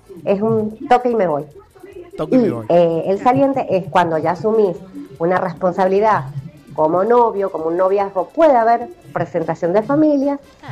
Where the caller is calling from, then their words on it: Godoy Cruz, Mendoza, Argentina; de Godoy Cruz